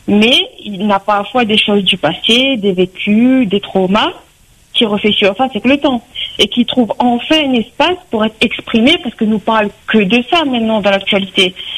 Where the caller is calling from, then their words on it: Réunion; nous, la réunion, nous a toujours vécu le vivre ensemble